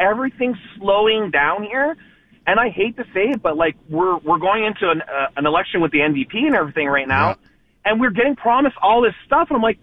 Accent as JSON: {"language": "English", "town": "Montreal", "region": "Quebec", "country": "Canada", "tie": "born or raised there", "also_born_or_lived": "Châteauguay, Quebec", "moved": "as an adult", "lives_now": "Kelowna, Canada", "said": "I grew up in Montreal."}